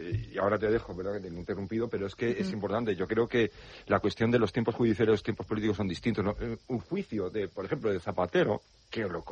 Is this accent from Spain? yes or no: yes; Spain; Yo soy muy español y soy muy patriota